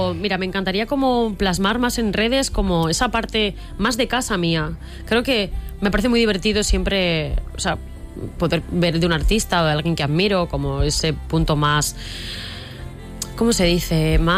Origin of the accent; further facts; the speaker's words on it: Spain; Pero creo que ser una mujer española para mí tiene un peso increíble. Me siento muy orgullosa de donde vengo, de mis raíces, de lo que somos.